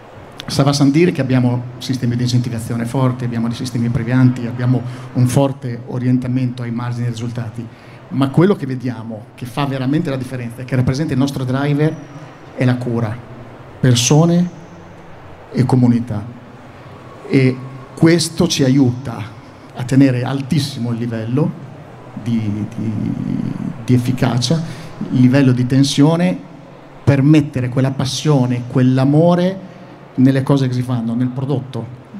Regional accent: Emilia-Romagna, Italy; sono romagnolo

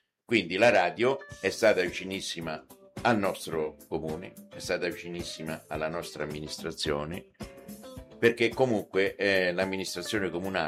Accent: Lariano, Lazio, Italy; specialmente se diciamo che siamo di Lariano.

